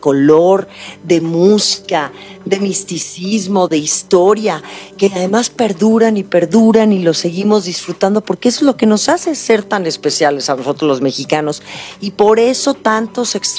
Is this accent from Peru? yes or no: no; Mexico; por eso hay que celebrarnos como mexicanos, hay que hablar bien de México, hay que sentirnos muy orgullosos de quienes somos